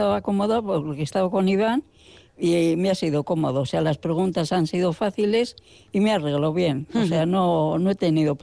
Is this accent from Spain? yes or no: yes; Barakaldo, Basque Country, Spain; yo soy de Baracaldo y siempre que pasaba por aquí decía que quería esta residencia.